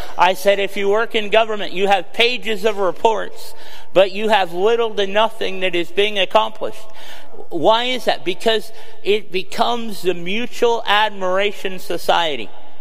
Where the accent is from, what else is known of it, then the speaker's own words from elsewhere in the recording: Kansas, United States; I came from Kansas. Crystal and I were just talking about whether or not the town that we lived in had a Denny's.